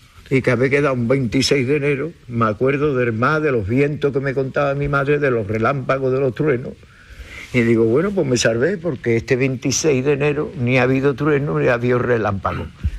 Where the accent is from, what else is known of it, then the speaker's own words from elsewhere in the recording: Cádiz, Andalusia, Spain; En Cádiz, en la Tacita de Plata, 10 milenaria. ¡Qué maravilla! ¡Qué maravilla más grande de Cádiz! Pero de Cádiz antiguo no cuando yo nací.